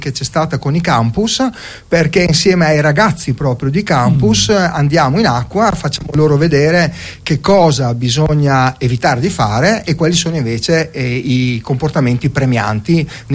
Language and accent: Italian; Trieste, Friuli-Venezia Giulia, Italy; che diciamo da triestino, ma soprattutto da amante del mare, non fa altro che aumentare l'amore verso questo elemento.